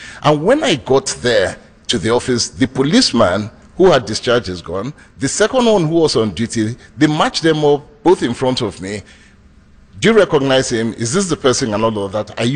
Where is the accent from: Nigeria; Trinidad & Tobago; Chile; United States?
Nigeria; they identified that I was a Nigerian